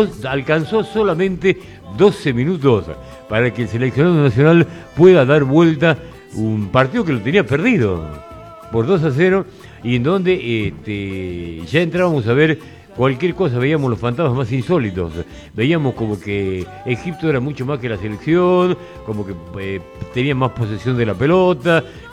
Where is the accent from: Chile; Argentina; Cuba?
Argentina; ¿Qué tomamos los argentinos?